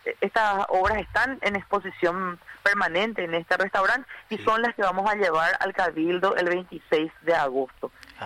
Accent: Villarrica, Guairá, Paraguay; Villarrica, somos de la República del Guairá

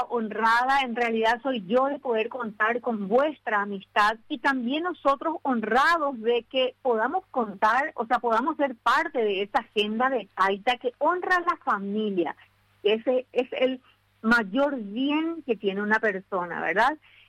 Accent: Paraguay; born or raised there

